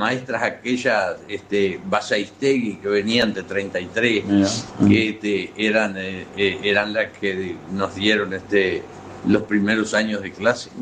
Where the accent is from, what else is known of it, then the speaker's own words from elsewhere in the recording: Vergara, Treinta y Tres, Uruguay; born there; Bueno, yo nací en Vergara el 16 de septiembre